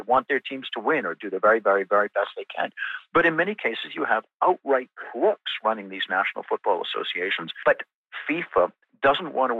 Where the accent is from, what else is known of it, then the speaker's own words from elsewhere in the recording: Canada; And it boggles my mind as a Canadian why, when we legalized sports gambling a couple of years ago, why we just didn't take half an hour to just amend our criminal code